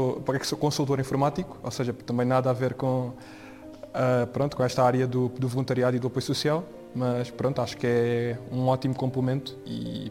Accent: Faro, Portugal; now in Lisbon, Portugal; não sou de cá, sou do Algarve, e já tinha feito lá voluntariado também assim escolar

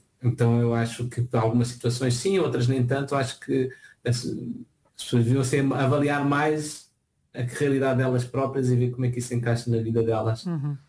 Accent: Odivelas, Lisbon, Portugal; now in Brazil

